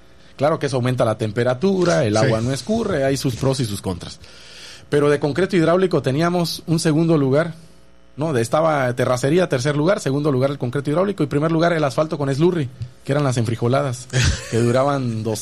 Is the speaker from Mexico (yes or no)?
yes; Ciudad del Carmen, Campeche, Mexico; also born or lived in Mexico City; Yo estudié en la Ciudad de México y cuando me presentaba y decía, vengo de Campeche, ¿y de dónde? De Ciudad del Carmen